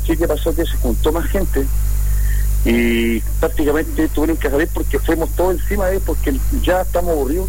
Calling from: Coronel, Biobío, Chile; De acá, de Coronel.

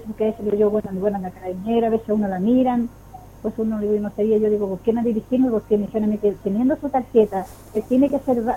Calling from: Campanario, Ñuble, Chile; yo soy de Campanario.

